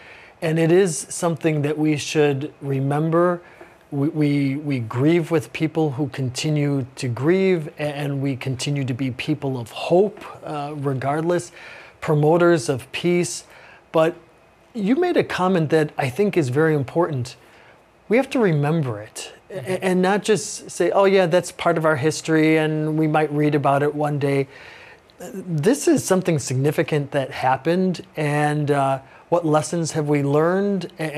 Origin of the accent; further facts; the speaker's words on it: Chicago, Illinois, United States; I'm from Chicago, so I had family and friends who attended that particular baseball game